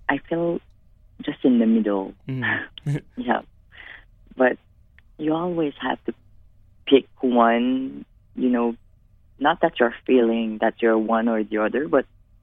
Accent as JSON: {"language": "English", "town": "Caraquet", "region": "New Brunswick", "country": "Canada", "first_language": "French", "second_language": "English", "lives_now": "Moncton, Canada", "said": "Je viens de Caraquet au New Brunswick."}